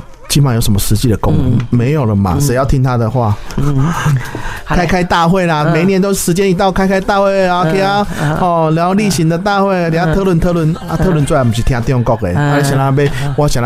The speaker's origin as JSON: {"language": "Chinese", "country": "Taiwan"}